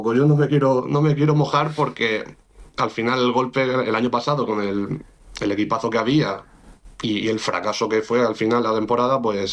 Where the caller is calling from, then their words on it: Orihuela, Valencian Community, Spain; soy pues el alcalde pedáneo de mi pueblo, de La Murada